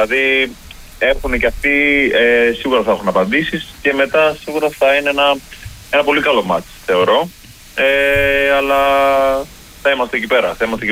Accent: Greece; σαν Έλληνες είμαστε μια ομάδα

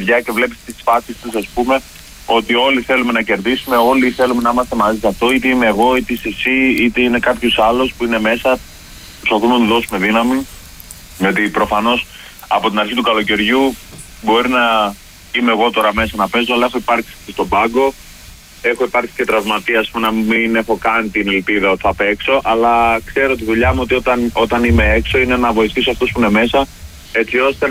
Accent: Greece; σαν Έλληνες είμαστε μια ομάδα

